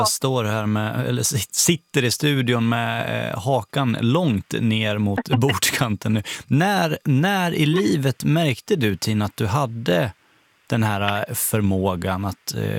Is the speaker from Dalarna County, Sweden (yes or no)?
yes; Dalarna County, Sweden; Jag är från Dalarna själv också